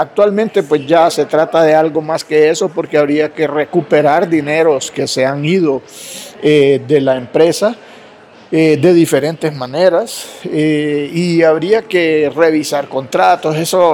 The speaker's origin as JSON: {"language": "Spanish", "country": "Honduras", "said": "somos todos los hondureños"}